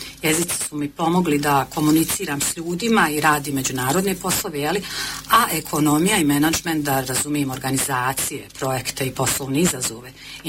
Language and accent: Bosnian; Gračanica, Federation of Bosnia and Herzegovina, Bosnia & Herzegovina; also born or lived in Cyprus / England; Ali sve to me u konačnici ipak vratilo u moj rodni grad Gračanicu, gdje se osjećam najljepše i gdje je zaista moj dom.